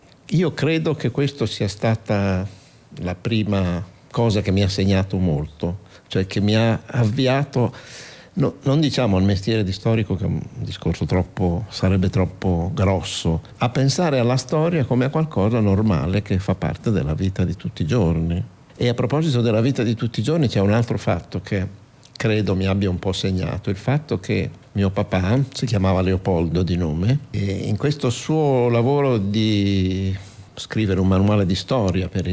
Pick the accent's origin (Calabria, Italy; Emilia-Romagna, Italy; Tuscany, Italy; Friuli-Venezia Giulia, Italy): Emilia-Romagna, Italy; Imola; noi siamo di Imola, Romagna, la Romagna di provincia bolognese